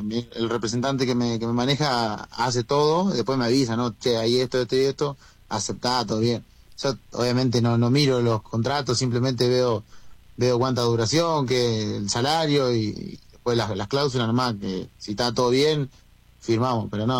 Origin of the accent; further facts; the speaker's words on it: Argentina; moved away as an adult; el ser argentino